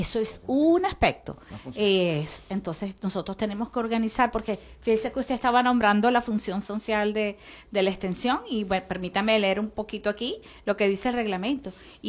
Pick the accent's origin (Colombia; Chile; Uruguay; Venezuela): Venezuela